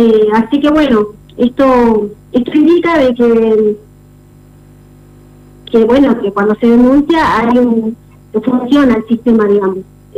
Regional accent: Los Catitos, Neuquén, Argentina; nacida y criada acá en este hermoso paraje de Los Catitos. En todas las publicaciones sale como que soy de Zapala.

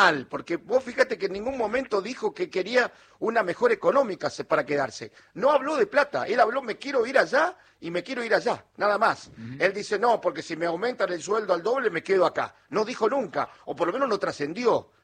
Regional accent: Argentina; Como somos nosotros los argentinos, que una vez que estamos en un lugar queremos, si vamos a jugar por algo, queremos ganar.

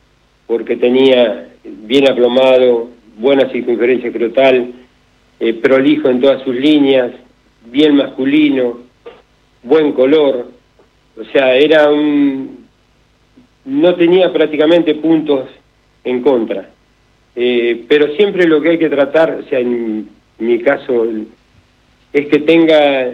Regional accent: Benito Juárez, Buenos Aires Province, Argentina; also born or lived in Necochea; Mirá, yo nací en Necochea, una familia trabajadora, y a los 8 años a mi padre lo trasladan a Juárez, y bueno, a un campamento de vialidad, él trabajaba en vialidad.

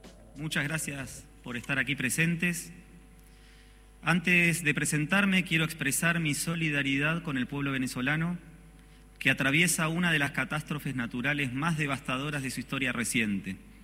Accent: Hurlingham, Buenos Aires Province, Argentina; also born or lived in Ramos Mejía; nací aquí en la ciudad de Buenos Aires en 1978 y me crié en Hurlingham y Ramos Mejía, zona oeste del Gran Buenos Aires.

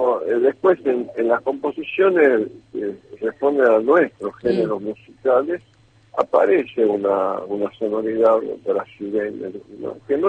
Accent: Argentina; moved away as an adult; also born or lived in São Paulo, Brazil

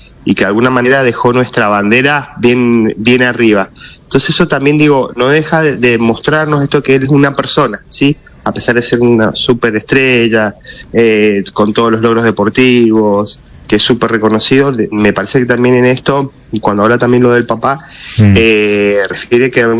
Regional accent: Argentina; Porque creo que Messi son de las pocas causas que como argentinos nos unen entre todos, ¿sí?

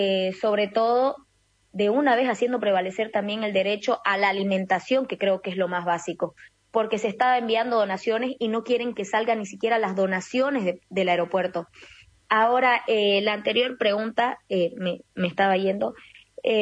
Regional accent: Warnes, Santa Cruz, Bolivia; nosotros aquí en Santa Cruz, yo soy de Warnes, una ciudad que es al norte de Santa Cruz, somos productores.

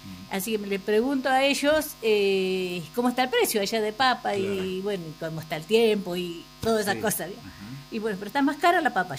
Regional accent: Balcarce, Buenos Aires Province, Argentina; moved away; also born or lived in Santa Rosa, La Pampa; soy de Balcarce. Me crié en Balcarce, pero nací en Santa Rosa, La Pampa. Y después, bueno, mis viejos, cuando nosotros éramos chicos, se fueron a Balcarce. Mi papá sembraba papa, me crié mayormente, nos criamos en el campo

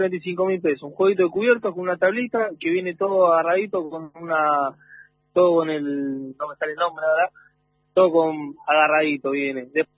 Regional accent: Santa Clara del Mar, Buenos Aires Province, Argentina; Somos de Santa Clara del Mar, Camel Norte somos nosotros, tenemos una cuchillería.

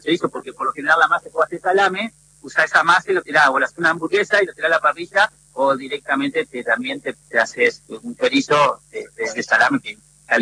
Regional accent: Viale, Entre Ríos, Argentina; born there; yo tenía acá 50 kilómetros, tengo donde nací en Viale, tengo un pequeño lugar donde procesamos la carne

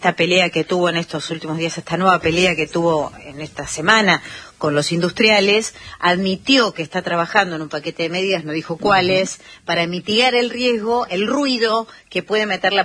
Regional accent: Argentina; Y que habla mucho de cómo somos los argentinos.

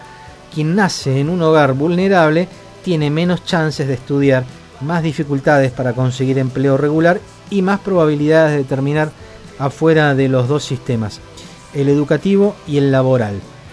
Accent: Argentina; Todos vivimos en la Argentina, todos somos argentinos.

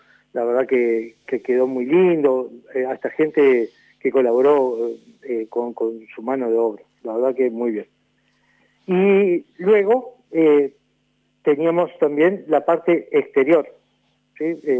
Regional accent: Gualeguaychú, Entre Ríos, Argentina; now in Larroque, Argentina; ciertamente soy de Gualeguaychú, del barrio del Sudamérica.

